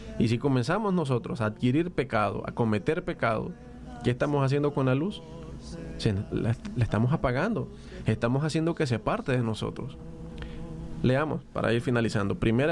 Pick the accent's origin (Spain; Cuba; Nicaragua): Nicaragua; Y es como la cédula que tenemos nosotros, que nos hace probar que somos ciudadanos nicaragüenses.